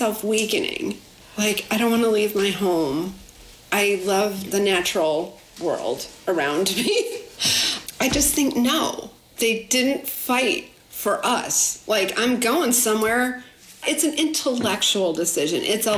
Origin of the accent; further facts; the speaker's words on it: Bradford, Pennsylvania, United States; also born or lived in Coudersport; I lived here my whole life, but I was born in Cowdersport. That has one traffic light in town, and they've always had a hospital.